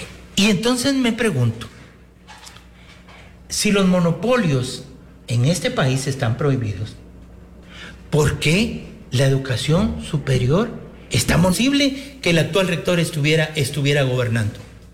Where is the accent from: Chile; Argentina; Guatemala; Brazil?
Guatemala; pero yo sí creo que como guatemaltecos o como jóvenes o los que deseen estudiar deberían de tener una, claro, alternativa